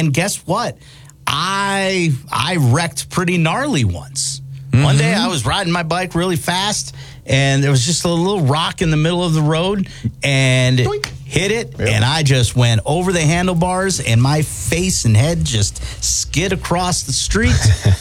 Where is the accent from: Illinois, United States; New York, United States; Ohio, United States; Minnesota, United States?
New York, United States; Buffalo; I grew up in Buffalo, so we would play street hockey.